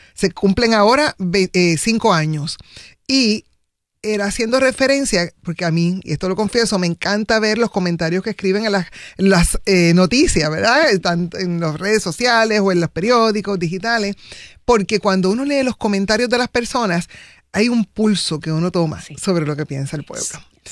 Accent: Caguas, Puerto Rico; Yo soy de una urbanización clase media en Caguas

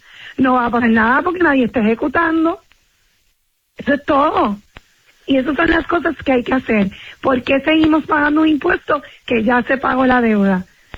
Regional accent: Puerto Rico; todo el mundo estaba celebrando que somos boricuas.

